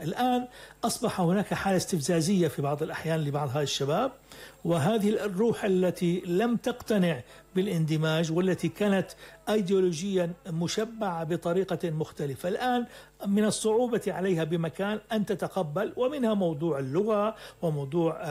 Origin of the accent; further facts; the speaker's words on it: Syria; هذه نتوقعها كسوريين،